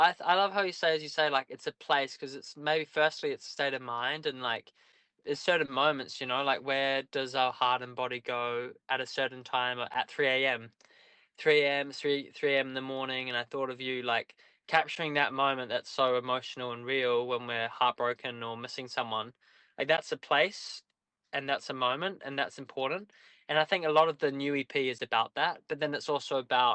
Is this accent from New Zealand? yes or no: yes; New Zealand; also born or lived in Australia; Well, it's interesting growing up in New Zealand and Australia.